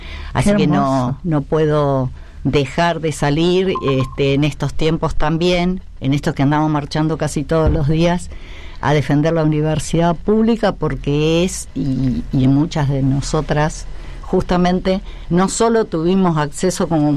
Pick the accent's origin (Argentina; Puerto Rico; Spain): Argentina; Mercedes, Buenos Aires Province; born there; Básicamente, yo soy bonaerense, soy nacida en Mercedes, provincia de Buenos Aires. Hija única